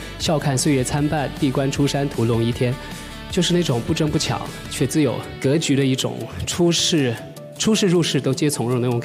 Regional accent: Sichuan, China; 因为我自己在四川长大，川渝的文化给了我很大的影响。

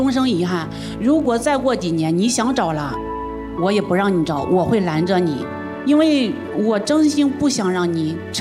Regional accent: Hebei, China; 我们河北那儿的话，人没有那么就那么喜欢吃辣

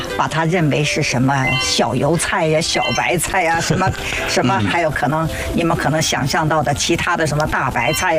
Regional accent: Shanghai, China

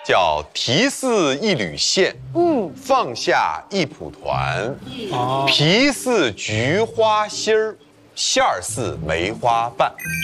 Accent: Henan, China; 一会儿我们河南人还会就一点蒜。

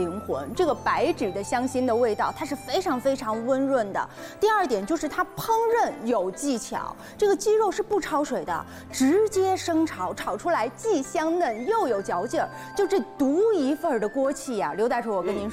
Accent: Shandong, China; 来到的是我的家乡山东。

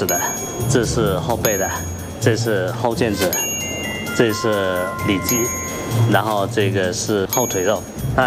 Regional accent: Chaoshan, Guangdong, China; 我们潮汕人

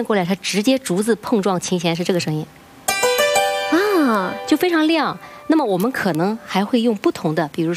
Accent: China

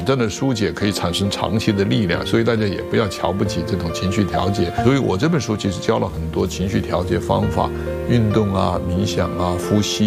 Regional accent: China; 我们中国人讲家和万事兴

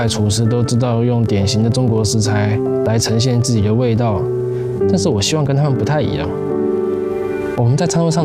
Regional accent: Taipei, Taiwan; accent: Taiwanese accent; now in Beijing, China; 然后我从小在台北长大

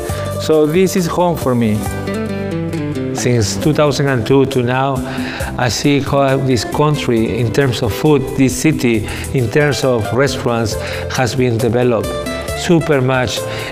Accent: Peru; English is a second language; now in Shanghai, China; I am from Peru. Peru is a country in South America where we base in a lot of seafood. And the national food in my country is called ceviche.

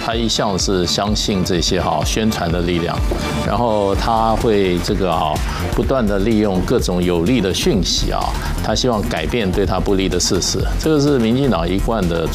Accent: Taipei, Taiwan; 我们台北人

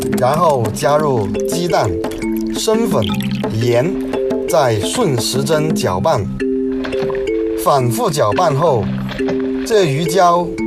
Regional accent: Luoding, Guangdong, China; 是罗定皱沙鱼腐第三代传承人。鱼腐是我的家乡菜

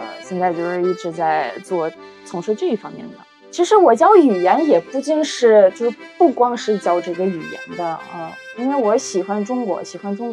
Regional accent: Russia; Chinese is a second language; 然后我们十个人当中就我一个外国人，就一个俄罗斯人

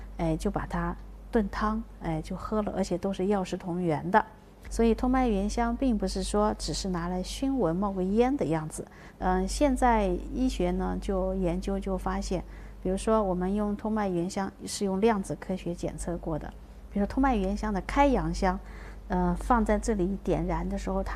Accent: China

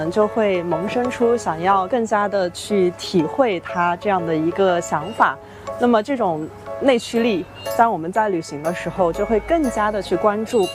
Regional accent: Zhuhai, Guangdong, China; 虽然我本人不是潮州人，但是我也是在珠海长大的

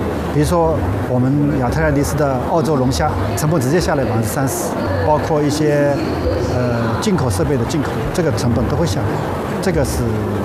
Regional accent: China

